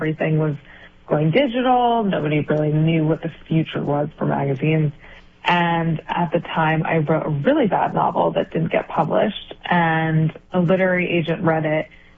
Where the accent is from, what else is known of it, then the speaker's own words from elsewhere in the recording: Connecticut, United States; moved away as an adult; now in California, United States; I'm actually from Connecticut, but I moved out in 2005, so I've been here a very long time now.